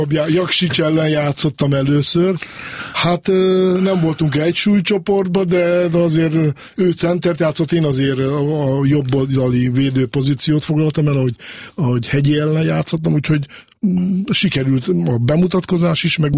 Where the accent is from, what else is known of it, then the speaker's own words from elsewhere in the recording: Borsod-Abaúj-Zemplén, Hungary; born there; születtem Borsodba